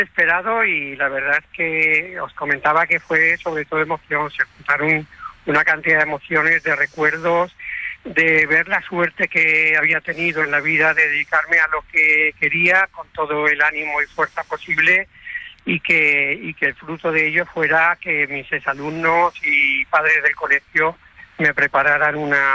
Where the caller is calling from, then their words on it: L'Eliana, Valencian Community, Spain; Pues te llamo desde La Liana, en Valencia.